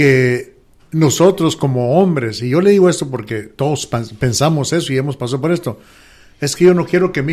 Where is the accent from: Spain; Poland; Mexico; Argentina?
Mexico; now in United States; especialmente mí, nosotros que venimos de México. En México no teníamos nada.